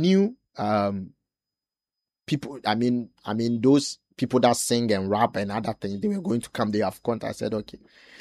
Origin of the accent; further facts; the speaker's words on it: Dadiase, Ashanti, Ghana; born there; I think I was born in the Ashanti region, specifically Dadiase. Which is in Mampong Nsuta. Yeah. So those of you know Mampong Bonkrum Nsuta. Yeah, that was where I was born.